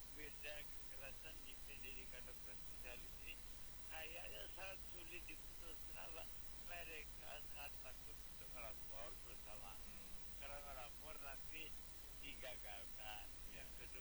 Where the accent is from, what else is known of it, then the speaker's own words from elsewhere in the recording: Padang, West Sumatra, Indonesia; Saya waktu itu di tempat perawatan cukup ternama di kota saya itu di Padang ya.